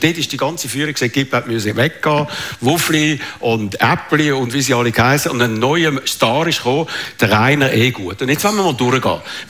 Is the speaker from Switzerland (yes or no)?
yes; Switzerland; Also jetzt du emotional oder wir als Schweizer, das ist nicht ganz so emotional gewesen wie Swissair, aber fast.